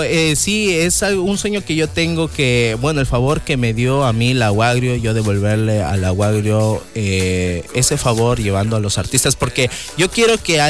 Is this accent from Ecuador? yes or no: yes; Ecuadorian Amazon, Ecuador; No porque sea de la Amazonía significa que yo he visto una boa. Bueno, sí he visto una boa, pero no por ser de la Amazonía.